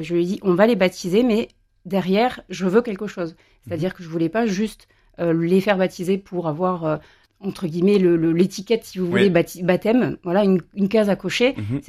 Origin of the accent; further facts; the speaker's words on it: Lunel, Occitanie, France; Oui, alors moi donc … je suis originaire de Lunel. Je travaille en tant que juriste, j'ai 42 ans, je suis maman de 3 enfants, mariée.